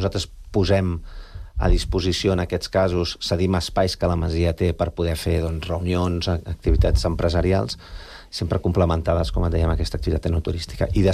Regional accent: Barcelona, Catalonia, Spain; i donat que som barcelonins

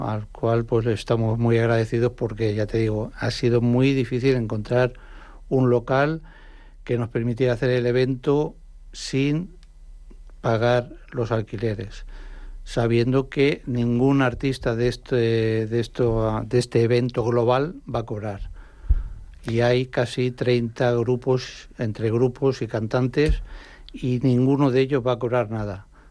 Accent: Sant Cugat del Vallès, Catalonia, Spain; moved away as an adult; now in Mallorca, Spain; Sí, bien, yo es que soy nacido en San Cugat, estuve en San Cugat hasta los 18 años, me fui para Mallorca, donde he vivido 30 años.

